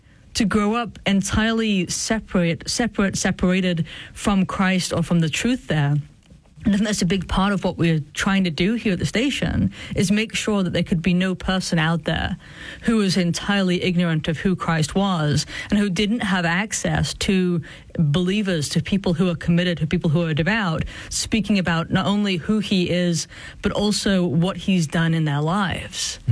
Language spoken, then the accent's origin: English; England, United Kingdom; I think we're roughly the same age, but I was growing up in England